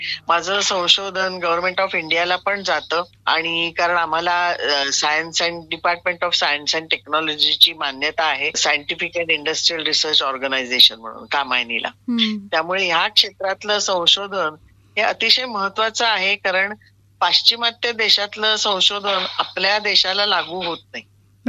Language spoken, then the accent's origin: Marathi; Mumbai, Maharashtra, India; माझा जन्म मुंबईचा आहे. मी मूळची मुंबईची, अगदी गिरगावातला माझा जन्म.